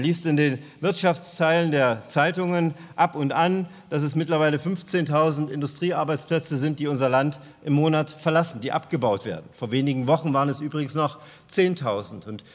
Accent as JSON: {"language": "German", "country": "Germany", "said": "Die erste Frage, die wir uns als Deutsche stellen müssen"}